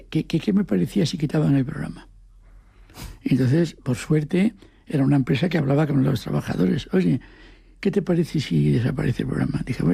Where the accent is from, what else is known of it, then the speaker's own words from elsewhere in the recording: Asturias, Spain; Como yo soy asturiano, digo, ¿de dónde?